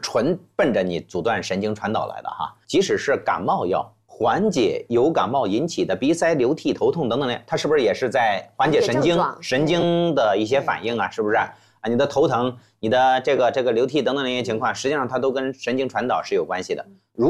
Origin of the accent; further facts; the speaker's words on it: China; 我们作为一个中国人来讲的话，华夏儿女确实是很自豪。